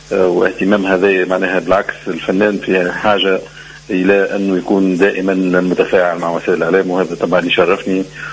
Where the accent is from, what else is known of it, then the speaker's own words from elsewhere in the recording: Tunis, Tunis Governorate, Tunisia; لأنه أنا ولدت في الجنوب، لكن شاءت الأقدار أنه نجي عمري تقريبا 5 سنوات إلى تونس العاصمة، وقريت في تونس العاصمة